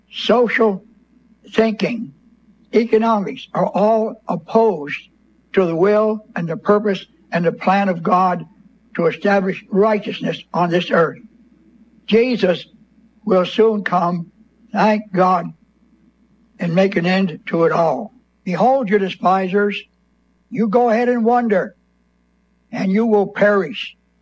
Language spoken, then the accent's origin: English; Bethlehem, Pennsylvania, United States; born there; I am not from South Carolina. I was born in Bethlehem, Pennsylvania.